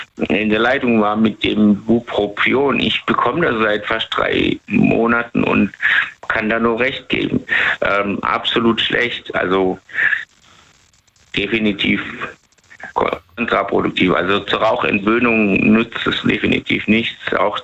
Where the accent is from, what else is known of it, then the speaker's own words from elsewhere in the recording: Lebanon; Ich komme auch aus dem Libanon, also da ist es auch leider.